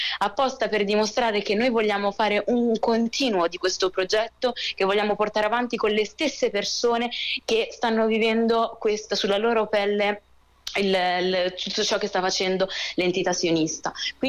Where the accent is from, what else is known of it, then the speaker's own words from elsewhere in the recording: Palestine; first language Arabic; Italian is a second language; io sono madrelingua araba e sono palestinese